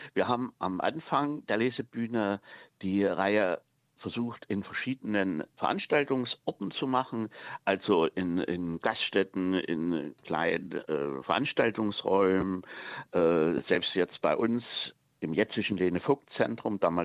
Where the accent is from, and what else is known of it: Saxony, Germany; accent: Saxon dialect